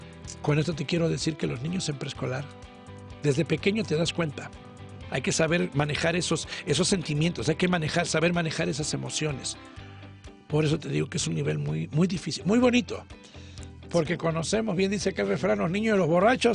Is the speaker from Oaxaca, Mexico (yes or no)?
yes; San Juan Bautista Tuxtepec, Oaxaca, Mexico; moved away; allá en mi tierra, en Tuxtepec, Oaxaca